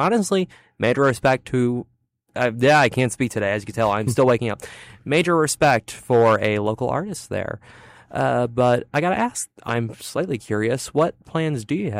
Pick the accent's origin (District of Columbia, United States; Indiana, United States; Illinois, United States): Illinois, United States; You see, me, I say I'm from Chicago. I'm not actually from it